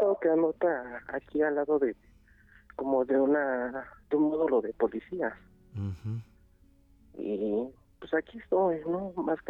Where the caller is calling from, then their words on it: Iztapalapa, Mexico City, Mexico; Me encuentro aquí en Iztapalapa.